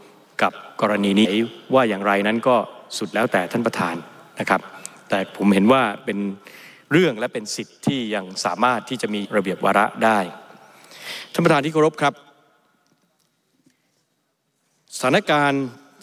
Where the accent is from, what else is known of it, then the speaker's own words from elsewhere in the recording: Bangkok, Thailand; ผมแม้จะเป็นคนกรุงเทพ